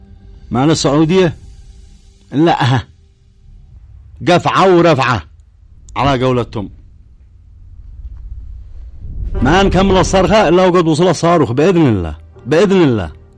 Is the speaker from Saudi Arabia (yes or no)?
no; Yemen; أنا بالنسبة لي كمواطن يمني